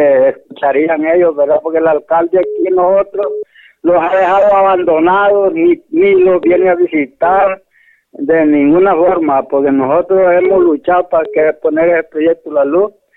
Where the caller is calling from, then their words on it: Yuscarán, El Paraíso, Honduras; Aquí es el Zacate del Cordoncillo, en Yuscarán